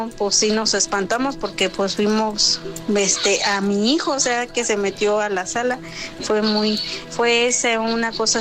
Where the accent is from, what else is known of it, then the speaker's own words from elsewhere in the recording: Celaya, Guanajuato, Mexico; Yo soy originaria de Celaya, Guanajuato. Cuando era una niña, tendría como 8 años, yo vivía antes en la casa de mi abuelita